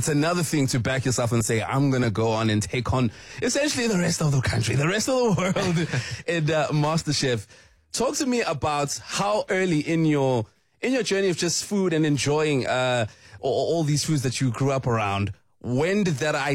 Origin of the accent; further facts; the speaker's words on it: Durban, KwaZulu-Natal, South Africa; As someone who comes from my hometown as well, Durban